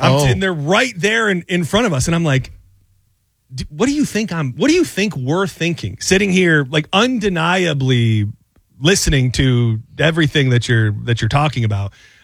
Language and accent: English; Tampa, Florida, United States; And we're from Tampa. We're spending it in Nashville.